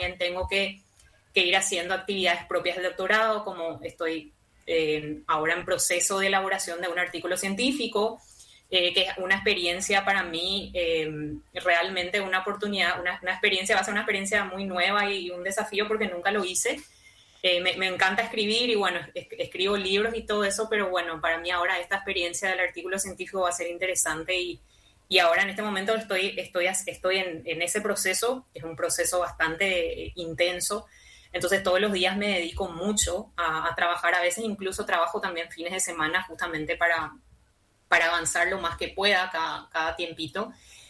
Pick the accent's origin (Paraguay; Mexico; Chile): Paraguay; Asunción